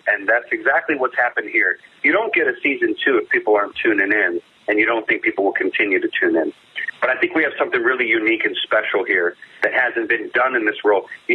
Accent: Cleveland, Ohio, United States; I'm from Cleveland, and you can ask Kelce brothers how hard it is to go against your own town.

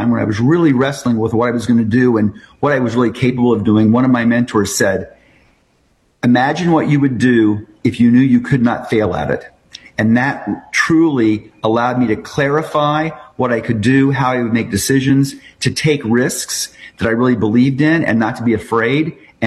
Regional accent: Indiana, United States; moved away; Yeah, I grew up in southern Indiana in a very rural town, 100 people.

